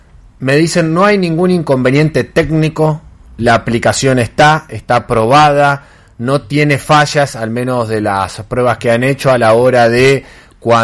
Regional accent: Tostado, Santa Fe, Argentina; moved away; Y en Tostado, por ejemplo, ¿no? Que es el lugar de donde vengo.

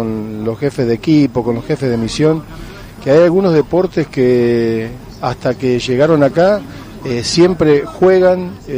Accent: Santa Fe, Argentina; Soy santafesino, amo mi ciudad

